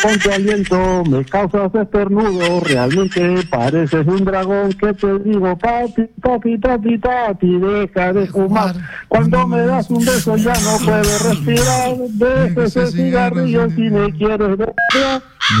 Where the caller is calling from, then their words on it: Lima, Peru; Desde Los Olivos, por acá son la municipalidad de Los Olivos.